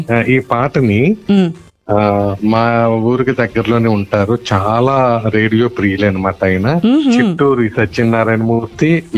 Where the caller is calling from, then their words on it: Chintala Agraharam, Andhra Pradesh, India; మాది విశాఖపట్నం జిల్లా చింతల గ్రహారం అండి.